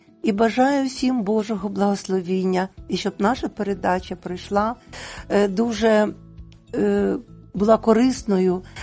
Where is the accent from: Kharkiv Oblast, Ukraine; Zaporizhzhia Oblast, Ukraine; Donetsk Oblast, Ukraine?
Donetsk Oblast, Ukraine; Torez; Я народилася у місті Торезі. Сьогодні він стару свою назву має у нас на Україні, Чистяково.